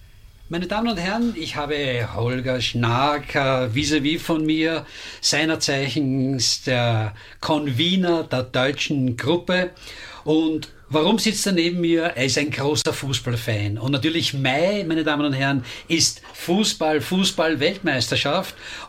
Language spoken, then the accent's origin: German; Vienna, Austria; Als echter Wiener bin ich ein Bayern-München-Fan.